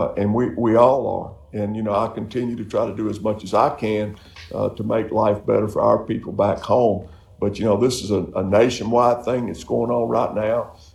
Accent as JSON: {"language": "English", "region": "Mississippi", "country": "United States", "tie": "born or raised there"}